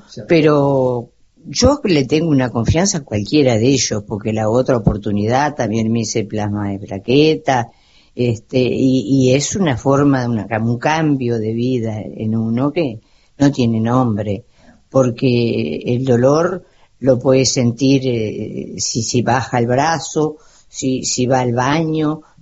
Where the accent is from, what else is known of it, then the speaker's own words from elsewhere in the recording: Casupá, Florida, Uruguay; saludo a Gustavo … de Casupá, Gustavo